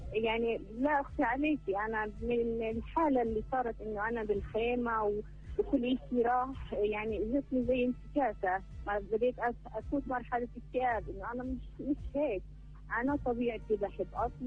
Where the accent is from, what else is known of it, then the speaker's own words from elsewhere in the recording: North Gaza, Palestine; رجعنا نزحنا على الصراط، بعد الصراط رجعنا على الصفاوي مكاننا كنا، بعدها من الصفاوي رجعت على الصراط، ولحتى الآن ضايلة أنا بالصراط ونازحة يعني في منطقتي.